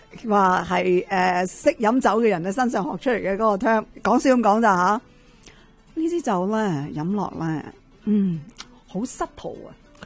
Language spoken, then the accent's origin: Cantonese; Canada; 我加拿大人都买翻自己加拿大嘅酒